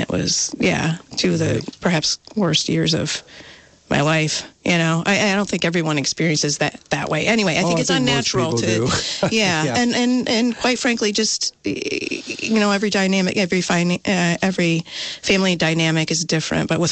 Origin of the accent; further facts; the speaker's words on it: Michigan, United States; now in Vermont, United States; My boss, I came from Western Michigan, worked for Wolverine Worldwide, and my former boss there came to Vermont to work for Merrell Footwear here in Vermont.